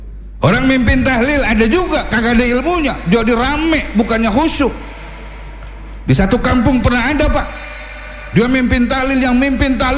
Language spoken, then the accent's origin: Indonesian; Jakarta, Indonesia; kalau bahasa kampung kita orang Betawi bilang, disuruh terenin.